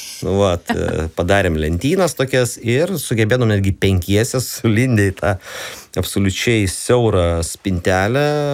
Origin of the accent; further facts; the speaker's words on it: Vilnius, Vilnius County, Lithuania; o kadangi aš dar esu čia vietinis, aš iš Donelaičio gatvės esu, tai man apskritai Vingio parką